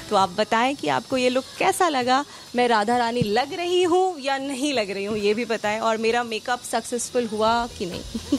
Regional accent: Muzaffarpur, Bihar, India; मेरी जैसी लड़की जो एक बहुत छोटे से टाउन से आती है बिहार में, मैं मुजफ्फरपुर से हूँ

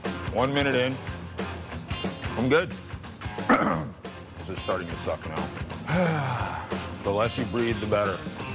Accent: Houston, Texas, United States; Houston's my hometown, born and raised, and I wanted to bring something that the culture in Houston really, really demands. It's just part of being a Texan, is you gotta love it hot and spicy.

